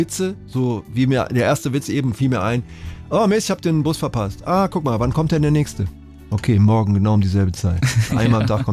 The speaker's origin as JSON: {"language": "German", "town": "Cologne", "region": "North Rhine-Westphalia", "country": "Germany", "tie": "born or raised there", "said": "Ich bin in der Stadt. Ich bin in Köln groß geworden."}